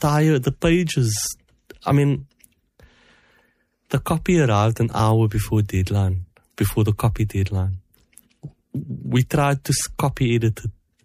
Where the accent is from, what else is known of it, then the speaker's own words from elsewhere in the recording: Cape Town, Western Cape, South Africa; I grew up in Woodstock. Woodstock's very different to the one that I grew up in. I still regard Woodstock as Cape Flats